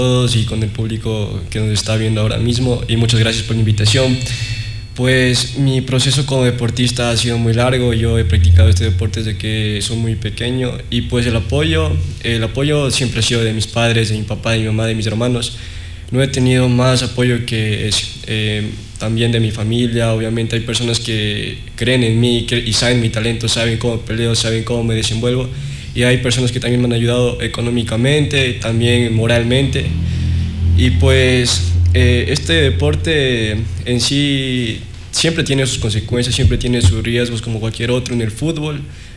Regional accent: Ecuador; A la final somos ecuatorianos

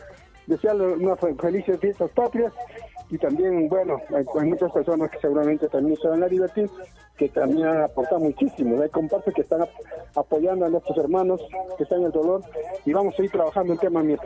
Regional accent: Peru; Como peruanos, esperemos que le vaya lo mejor.

